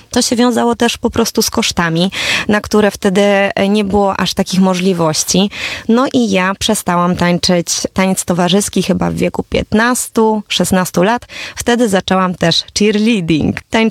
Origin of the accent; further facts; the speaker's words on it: Bełchatów, Łódź Voivodeship, Poland; Ja pochodzę z Bełchatowa, to jest bardzo małe miasto